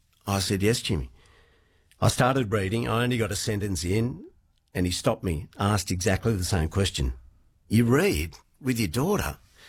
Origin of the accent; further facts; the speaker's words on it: Sydney, New South Wales, Australia; I grew up in Upper North Shore, Sydney, very privileged upbringing, went to a private school